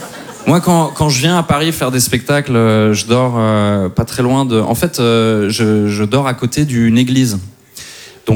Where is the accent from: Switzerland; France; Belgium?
Switzerland; born there; Moi, je suis né en Suisse un 20 avril